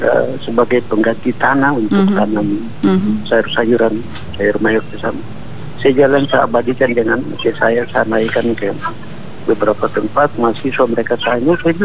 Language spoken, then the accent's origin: Indonesian; Bonggo, Papua, Indonesia; born there; now in Jayapura, Indonesia; Kami punya rumah dulu di Taronta di Bonggo, bapak saya Kapolsek tahun 60-an di sana.